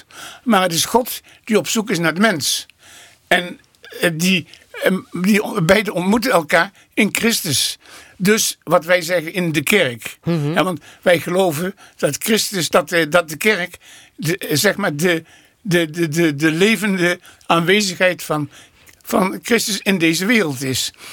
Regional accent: Venlo, Limburg, Netherlands; En dus in het stadje Venlo, waar ik geboren ben en getogen ben. Ja, en daar heb ik dus ook, zeg maar, de jaren 60 beleefd.

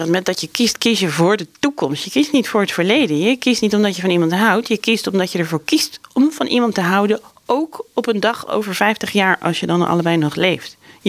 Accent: Amsterdam, North Holland, Netherlands; dan is dit dus waar ik woon. Maar ik kom uit Amsterdam en daar is het ook heel leuk.

